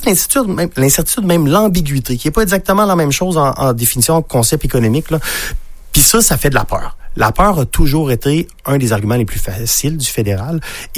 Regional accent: Chandler, Quebec, Canada; Moi, je viens sur de Chandler, mais de Parbeau précisément.

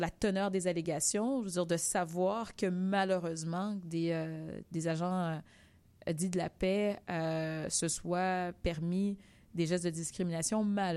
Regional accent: Quebec, Canada; Nous sommes Québécois maintenant depuis quelques générations, donc nous voulons aussi l'occuper, cet espace public-là.

